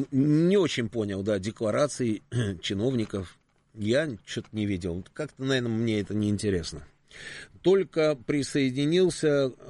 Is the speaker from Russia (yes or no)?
yes; Moscow, Russia; Я говорю, из Москвы. О, чую же говор. Ну, вот что тут скажешь. Вот, понимаете, у нас, оказывается, говор.